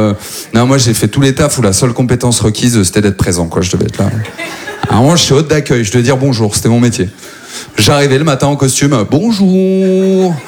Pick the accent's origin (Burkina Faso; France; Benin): France; Maubeuge, Hauts-de-France; now in Paris, France; moi je viens de Maubeuge, donc c'est vraiment, ouais, c'est l'ascension sociale là, c'est très content d'être là. Maubeuge, petite ville dans le Nord-Pas-de-Calais, c'est maintenant ça va, j'habite à Paris